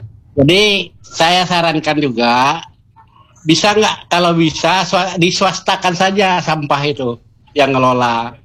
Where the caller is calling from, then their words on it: Bangka Belitung Islands, Indonesia; seperti di desa saya ya, Desa Bululuk